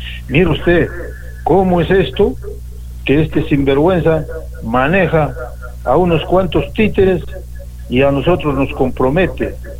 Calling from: Peru; aquí en el Perú el patito feo somos todos los peruanos

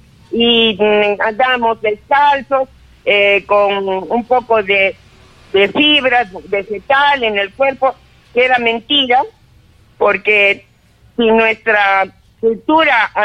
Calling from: Peru

